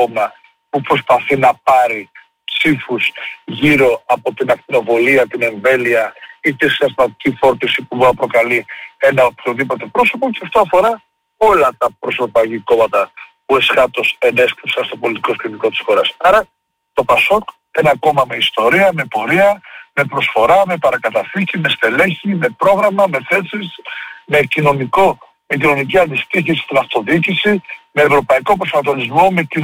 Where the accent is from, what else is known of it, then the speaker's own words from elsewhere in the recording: Karydi, Crete, Greece; στο χωριό μου το Καρύδι, στο Λασίφι